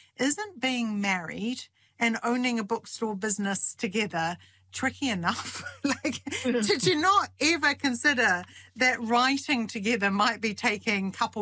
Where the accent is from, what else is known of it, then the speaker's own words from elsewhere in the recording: Napier, Hawke's Bay, New Zealand; born there; I was born in Ahuriri